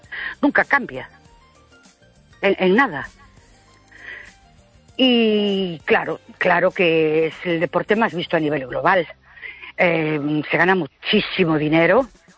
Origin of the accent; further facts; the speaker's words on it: Ourense, Galicia, Spain; Buenas noches … de Ourense.